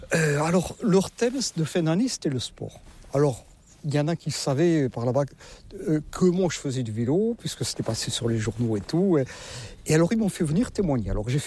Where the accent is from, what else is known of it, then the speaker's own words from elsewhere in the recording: Saint-Vincent-de-Paul, Nouvelle-Aquitaine, France; Avec mon accent, je ne suis pas du Nord-la-Loire, hein, non. Je suis des Landes, hein, du pays de Saint-Vincent-de-Paul.